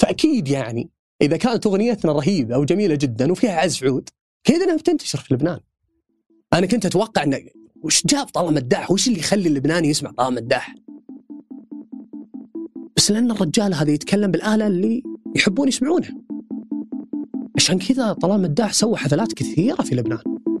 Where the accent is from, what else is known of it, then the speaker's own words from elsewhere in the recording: Saudi Arabia; تشبهنا حنا كسعوديين.